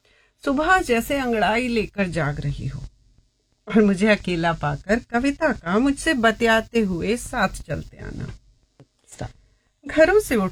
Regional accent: Bareilly, Uttar Pradesh, India; now in Moradabad, India; मैं ओरिजिनली बरेली से हूँ।

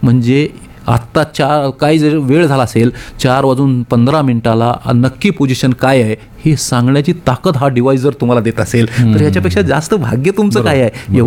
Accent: Barshi, Maharashtra, India; मी राहिला तसा बार्शीचा, पण माझं मूळ पैतृक गाव जे आहे ते उस्मानाबादपासून 16 किलोमीटरवर हिंगळजवाडी नावाचं गाव आहे तेरजवळचं.

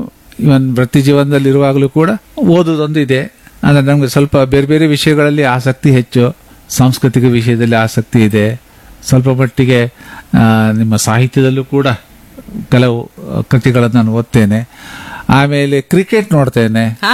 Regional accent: Kundapura, Karnataka, India; ಕೊಣಾಜೆಗೆ ಹೋದ ನಂತರ ನಮ್ಮ ಊರಿನವರೆಲ್ಲ ನಾವು ಕುಂದಾಪುರದವರು, ಬೈಂದೂರಿನವರು, ಬ್ರಹ್ಮಾವರದವರು.

